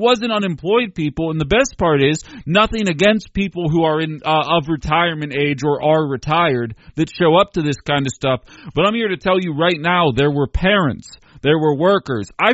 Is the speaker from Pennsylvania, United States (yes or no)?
yes; Pittsburgh, Pennsylvania, United States; born there; moved away